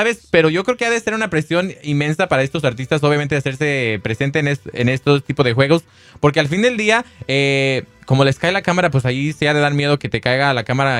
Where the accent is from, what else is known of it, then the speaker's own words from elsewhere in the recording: Mexico; la gran unidad, hermandad que tenemos como mexicanos.